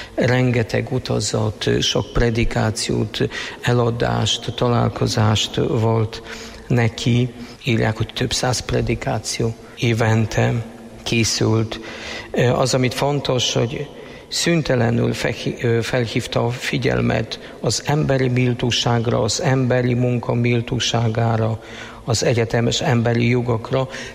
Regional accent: Poland; Hungarian is a second language; moved away; 3000 évesek lettünk, mint lengyelek

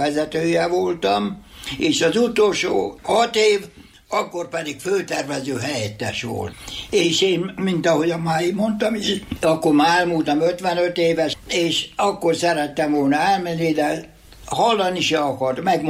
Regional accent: Hungary; moved away as an adult; now in Australia; Én voltam az első magyar

